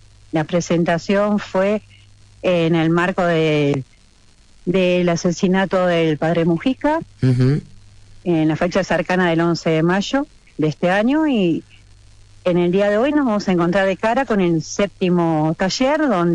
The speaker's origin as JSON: {"language": "Spanish", "region": "Buenos Aires", "country": "Argentina", "said": "somos más porteños que el obelisco"}